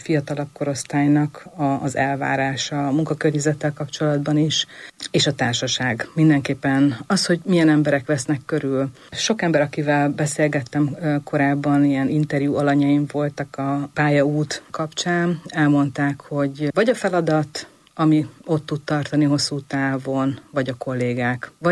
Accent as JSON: {"language": "Hungarian", "country": "Hungary", "said": "vidéki vagyok"}